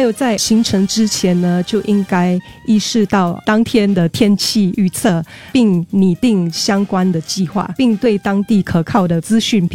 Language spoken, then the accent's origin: Chinese; Singapore; 在我姐姐的家里，我们也是新加坡人嘛